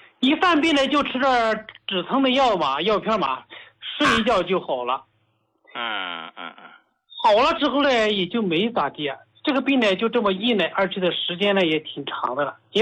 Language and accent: Chinese; Hubei, China; 我是湖北人，